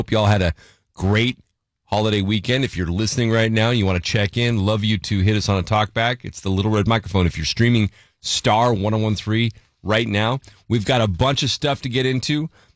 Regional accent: Salinas, California, United States; I'm from Salinas.

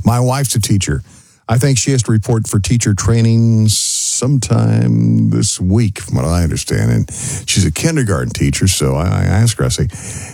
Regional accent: Texas, United States; Growing up in West Texas, we didn't have to go back to school till after Labor Day

